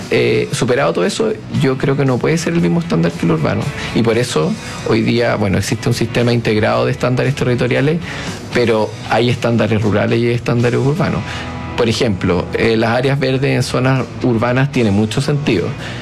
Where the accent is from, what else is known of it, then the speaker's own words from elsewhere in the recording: Chile; yo creo que esta idea de la cueca, la empanada y otras cosas que nos identifican como chilenos, ¿cierto?